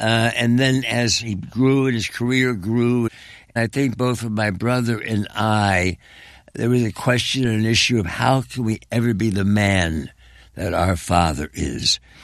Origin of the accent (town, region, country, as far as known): East Coast, United States; born or raised there